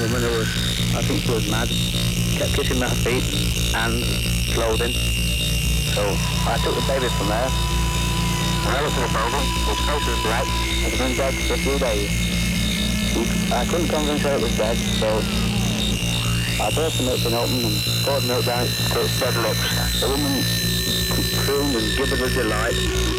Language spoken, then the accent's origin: English; United Kingdom; but I'm a British soldier